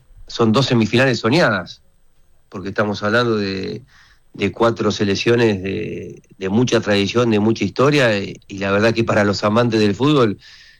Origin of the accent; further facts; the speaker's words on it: Argentina; Por ahí, como argentino, me encanta el Cuti Romero, para decirte un nombre.